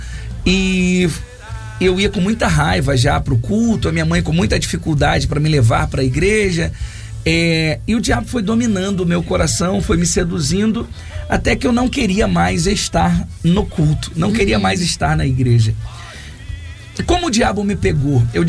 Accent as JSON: {"language": "Portuguese", "region": "Rio de Janeiro", "country": "Brazil", "tie": "born or raised there", "said": "Eu sou oriundo do Rio de Janeiro mesmo, sou carioca. Sim. Da Gema. Porém, eu sou ali daquela região, Rio Comprido, Tijuca, aquela área ali é a área que eu morei a vida inteira."}